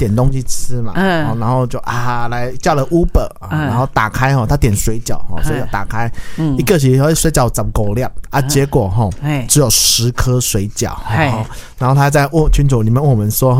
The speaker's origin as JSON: {"language": "Chinese", "country": "Taiwan", "said": "我们台湾人已经受不了"}